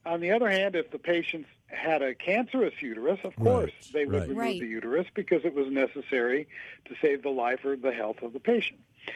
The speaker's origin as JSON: {"language": "English", "region": "California", "country": "United States", "said": "I know I'm from California, I know what's happening."}